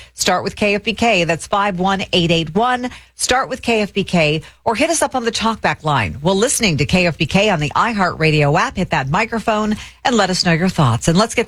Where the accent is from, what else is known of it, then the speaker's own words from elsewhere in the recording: Sacramento, California, United States; I remember visiting Europe, and whenever anyone would find out I was from Sacramento, the first thing they talk about is the Kings.